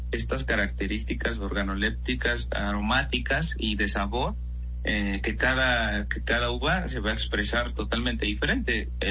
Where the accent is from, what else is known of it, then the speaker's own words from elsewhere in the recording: Mexico; nosotros como mexicanos, pues crecimos con una cultura en la cual tenemos frutas increíbles, flores, especias